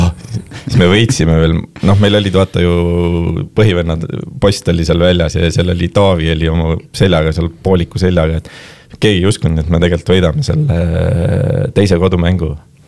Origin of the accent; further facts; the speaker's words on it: Kilingi-Nõmme, Pärnu County, Estonia; no ma olen sellisest kohast pärit nagu Kilingi-Nõmme , see on siis väike Pärnumaa linn